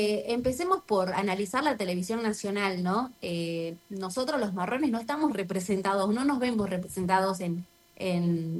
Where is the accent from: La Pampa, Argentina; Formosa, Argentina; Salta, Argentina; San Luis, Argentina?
Salta, Argentina; soy yo de Salta